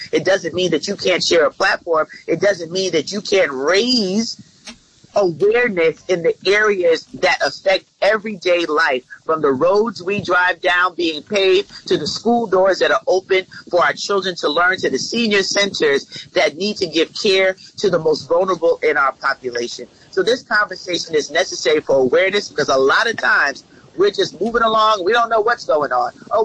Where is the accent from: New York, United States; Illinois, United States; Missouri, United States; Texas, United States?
New York, United States; I'm from New York, so I know Chuck.